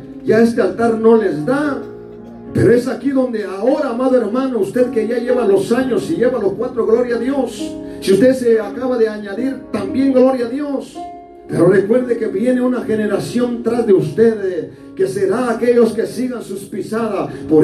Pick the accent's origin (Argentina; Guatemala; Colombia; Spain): Guatemala; Y disculpe usted mi léxico, soy chapín al 100% de Guatemala, si voy a hablar algunas palabras que solamente allá se mencionan.